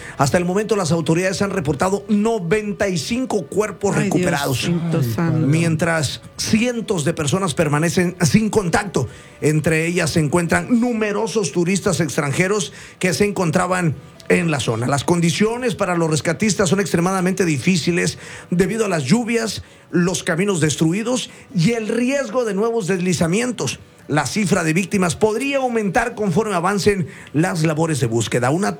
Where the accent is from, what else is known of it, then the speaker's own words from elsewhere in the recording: Siltepec, Chiapas, Mexico; born there; mi pueblo se inunda en Siltepec, Chiapas.